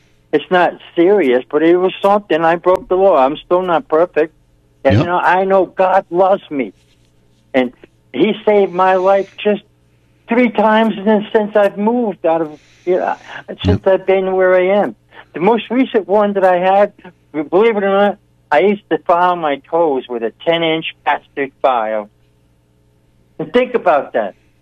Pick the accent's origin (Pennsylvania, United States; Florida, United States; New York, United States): New York, United States; Brooklyn; I grew up in East Brooklyn, Quebec Square.